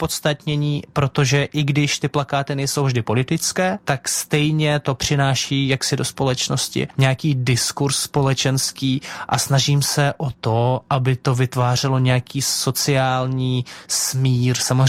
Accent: Russia; tam zároveň otevřeně píšu, že vlastně pocházím z Ruska.

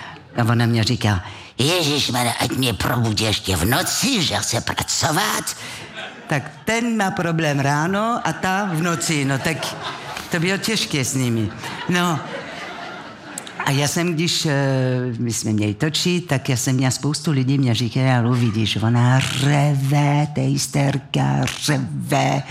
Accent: Marseille, Provence-Alpes-Côte d'Azur, France; Czech is a second language; now in Czech Republic; já jsem z Marseille

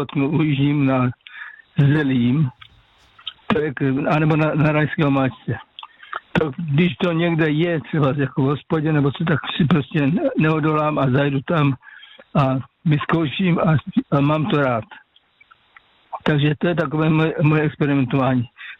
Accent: South Moravian Region, Czechia; já pocházím z Moravskoslovácka, to už víte

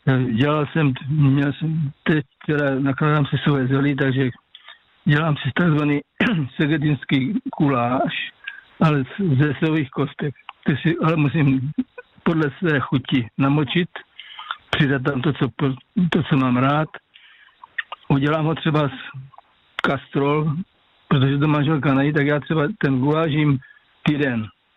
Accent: Moravian Slovakia, Czechia; tak já pocházím z Moravskoslovácka, to už víte

